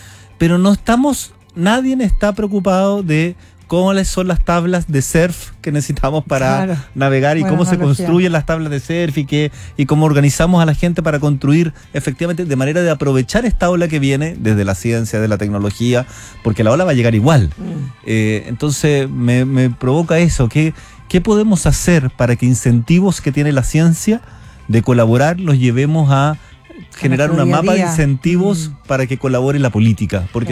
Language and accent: Spanish; Chile; viviendo en este país, en nuestro país, en este querido Chile, en mi país